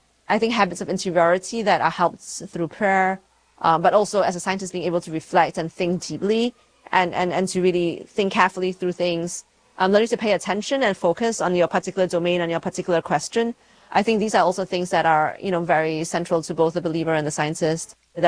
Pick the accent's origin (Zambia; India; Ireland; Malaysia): Malaysia; now in Houston, United States; So I grew up in Malaysia